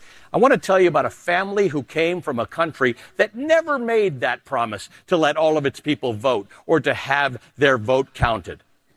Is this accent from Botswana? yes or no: no; Canada; moved away as an adult; also born or lived in Kenya; now in United States; We later moved to Canada, where I grew up.